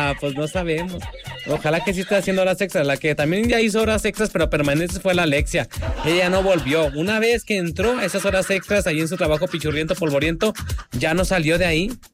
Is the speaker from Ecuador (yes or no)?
no; Mexico; Como buen mexicano, uno agarra un vaso, lo monta ahí, pone el micrófono y ahí está, como tripié y todo.